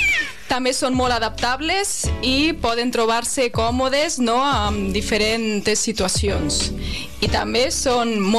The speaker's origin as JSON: {"language": "Catalan", "town": "Lleida", "region": "Catalonia", "country": "Spain", "said": "Ja que sóc de Lleida"}